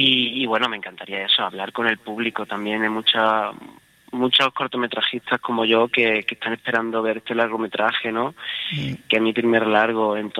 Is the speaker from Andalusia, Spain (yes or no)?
yes; Lucena, Andalusia, Spain; also born or lived in Málaga; Yo soy de Lucena, de Córdoba, pero me siento muy malagueño, estudié en Málaga